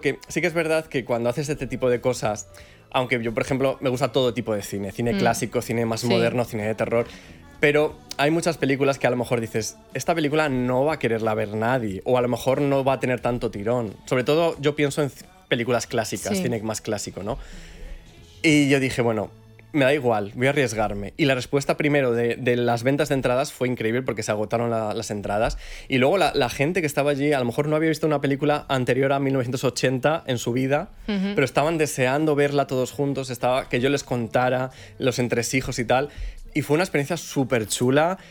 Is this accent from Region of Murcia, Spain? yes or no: no; Zamora, Castile and León, Spain; Yo soy de Zamora, es una ciudad pequeña de provincias. Entonces, claro, yo crezco en los 90